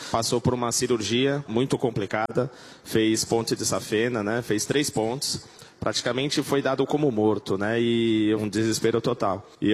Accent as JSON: {"language": "Portuguese", "town": "Praia Grande", "region": "São Paulo", "country": "Brazil"}